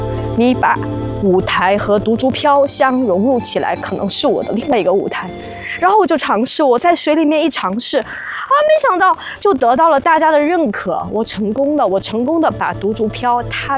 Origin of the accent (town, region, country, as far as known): Guizhou, China